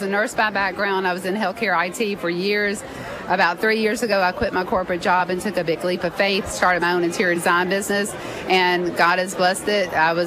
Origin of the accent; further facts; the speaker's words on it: Nashville, Tennessee, United States; moved away as an adult; now in Danville, United States; I wasn't from Danville. I was from Nashville, Tennessee.